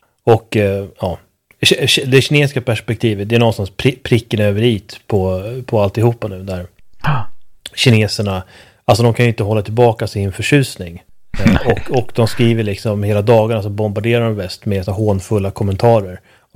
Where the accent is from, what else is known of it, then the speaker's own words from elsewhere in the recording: Sweden; moved away as an adult; now in Budapest, Hungary; hemma i Sverige